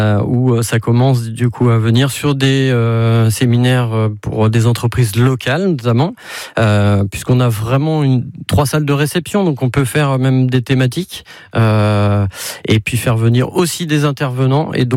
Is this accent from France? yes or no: yes; Château-Gontier, Pays de la Loire, France; moved away as an adult; nous deux, on est originaires de Château-Gontier.